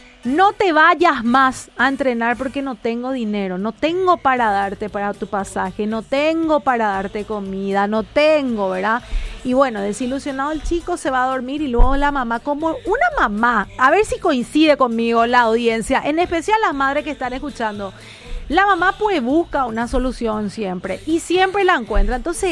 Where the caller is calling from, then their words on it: Villa Elisa, Central, Paraguay; de Villa Elisa.